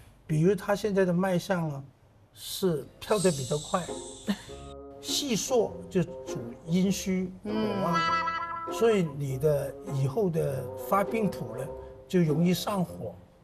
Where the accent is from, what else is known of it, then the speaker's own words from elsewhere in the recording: Guangdong, China; 那我们广东人喝汤不是有病？